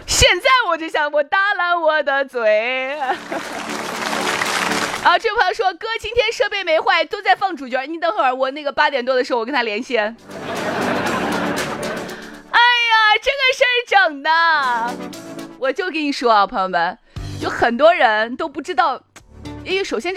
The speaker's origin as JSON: {"language": "Chinese", "region": "Shaanxi", "country": "China", "said": "我们陕西人"}